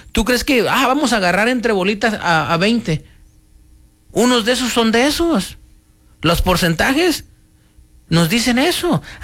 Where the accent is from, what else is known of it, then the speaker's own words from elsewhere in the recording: Mexico; desde que venimos de México, sabemos que corremos ese riesgo, es lo que es, ¿para qué nos hacemos locos?